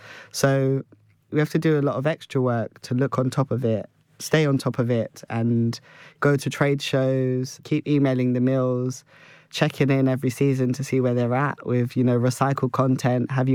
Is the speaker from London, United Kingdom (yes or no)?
yes; London, United Kingdom; growing up in London, thinking about the men I grew up around